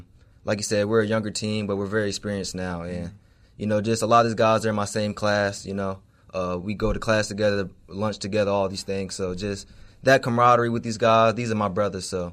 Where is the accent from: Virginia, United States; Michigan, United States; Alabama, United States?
Virginia, United States; Richmond; Well, I'm from Richmond, Virginia. I went to school at Manchester High School, and I grew up in a single household